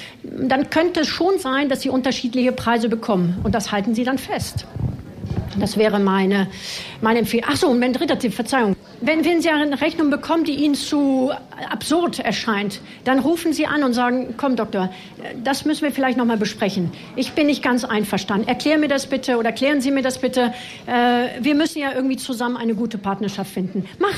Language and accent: German; France; Aber das Gehalt, ich bin Französin